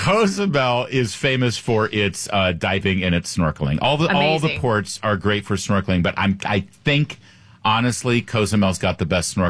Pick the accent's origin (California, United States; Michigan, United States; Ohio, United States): California, United States; Newport Beach; And for everyone in Southern California, I grew up in Newport Beach. I went to Corona Del Mar High School.